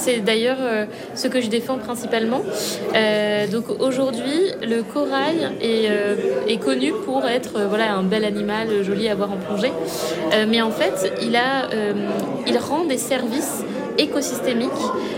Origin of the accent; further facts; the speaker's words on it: Madagascar; Je suis née à Madagascar, j'y ai grandi